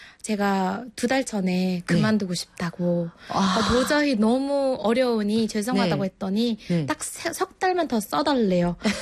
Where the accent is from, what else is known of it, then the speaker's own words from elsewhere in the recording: Mongolia; Korean is a second language; moved away as an adult; now in South Korea; 지금 한국 사람이 되어가지고 … 6, 7년 넘었습니다.